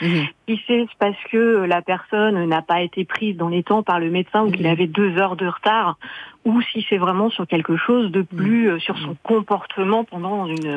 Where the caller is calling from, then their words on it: Normandy, France; moi, j'habite en Normandie, dans l'Orne, dans un secteur qui est en train de devenir un vrai désert médical